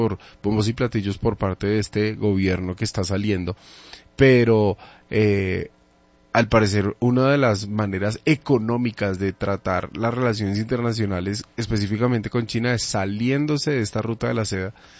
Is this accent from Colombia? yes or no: yes; Colombia; nosotros como colombianos no la necesitamos para entrar a la Unión Europea